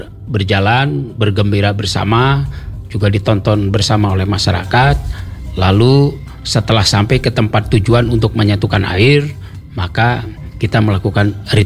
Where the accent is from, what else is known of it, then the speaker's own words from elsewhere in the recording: Cimahi, West Java, Indonesia; moved away as an adult; ketika tahun 2010 saya pulang kampung gitu ke Cimahi